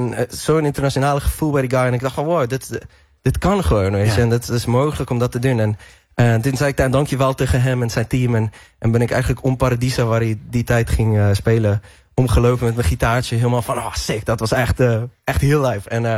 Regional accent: South Africa; moved away; Ik ben opgegroeid in Zuid-Afrika.

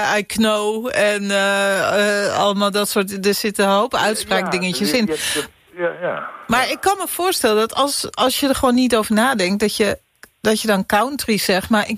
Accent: Netherlands; wij als Nederlanders

